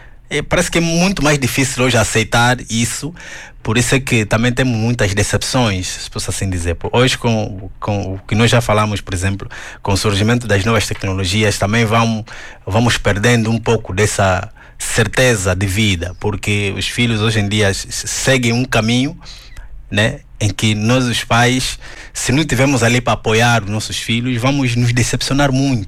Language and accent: Portuguese; Angola; moved away as an adult; now in Braga, Portugal; estou aqui em Braga com os dois, a eles terem essa vida diferente daquilo que nós já crescemos em Angola.